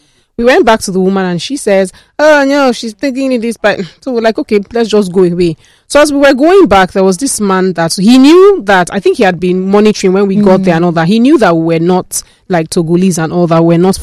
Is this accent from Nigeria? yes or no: yes; Nigeria; Are you not Nigerians? I'm a Nigerian too.